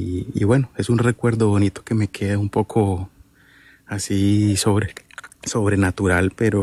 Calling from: Cali, Valle del Cauca, Colombia; tuvimos que llevarla para la casa, para Cali

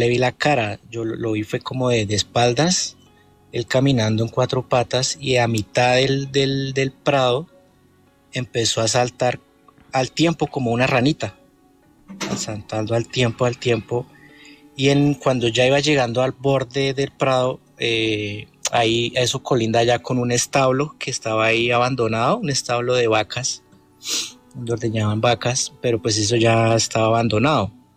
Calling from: Tabio, Cundinamarca, Colombia; Yo soy de Tabio.

